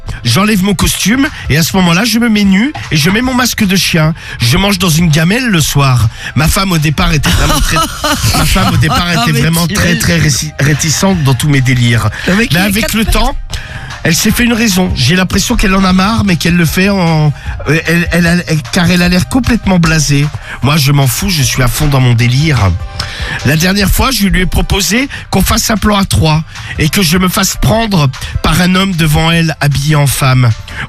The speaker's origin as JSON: {"language": "French", "town": "Clermont", "country": "France", "said": "j'ai 42 ans, je suis de Clermont."}